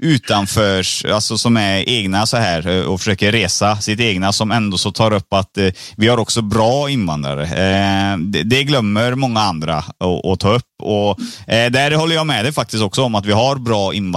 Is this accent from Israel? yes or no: no; Sri Lanka; now in Sweden; Nej, men jag är från Sri Lanka. Men jag bor i Sverige här på semester.